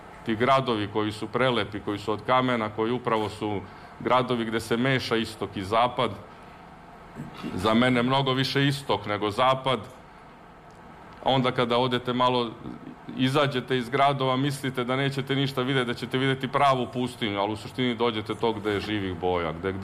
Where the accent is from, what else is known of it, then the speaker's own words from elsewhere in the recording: Dalmatia, Croatia; Kod nas u Dalmaciji već sada skoro počne da bude trava žuta.